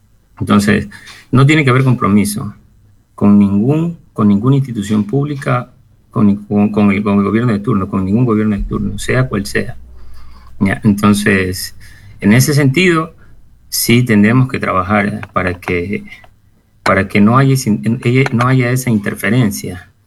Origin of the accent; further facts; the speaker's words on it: Guayaquil, Guayas, Ecuador; yo soy guayaquileño con sangre manaba, mi mamá es manaba … más manaba que cualquiera